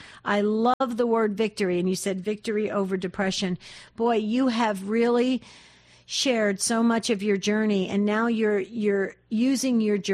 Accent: New Jersey, United States; accent: Jersey; moved away; I'm from Jersey originally. So if I get rolling and I talk too quickly, you'll pick up my Jersey accent too.

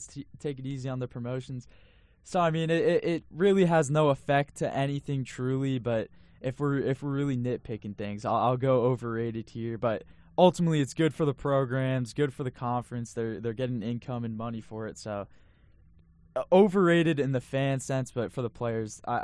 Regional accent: Pennsylvania, United States; growing up in Pennsylvania

